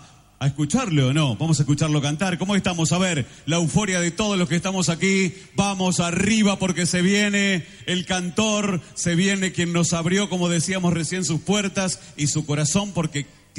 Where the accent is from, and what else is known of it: Argentina